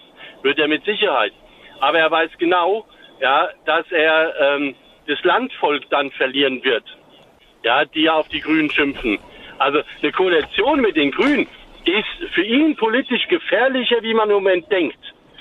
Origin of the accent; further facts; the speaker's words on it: Hesse, Germany; Und das sage ich als Hesse, das muss man mal zusagen.